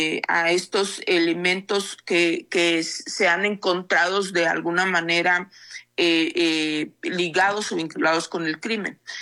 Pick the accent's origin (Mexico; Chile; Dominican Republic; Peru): Mexico; Chihuahua; born or raised there